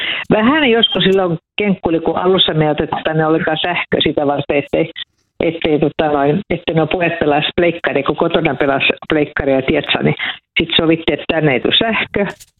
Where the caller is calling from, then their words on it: Vihti, Uusimaa, Finland; Joo, me ollaan Vihdistä ja meillä on mökki täällä Korppossa